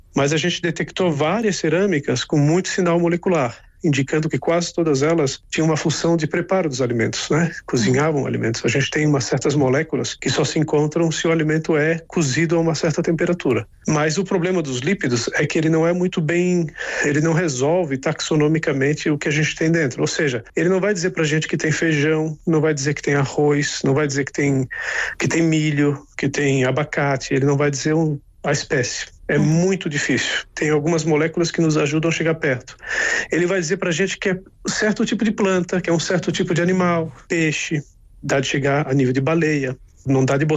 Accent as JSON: {"language": "Portuguese", "town": "Florianópolis", "region": "Santa Catarina", "country": "Brazil", "said": "Eu sou do litoral, eu sou de Florianópolis, e tu dá uma passeada no litoral, tá todo mundo pescando."}